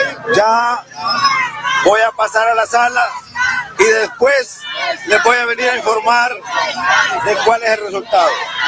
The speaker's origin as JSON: {"language": "Spanish", "country": "Honduras", "said": "No he pedido privilegio, me estoy sometiendo como cualquier hondureño."}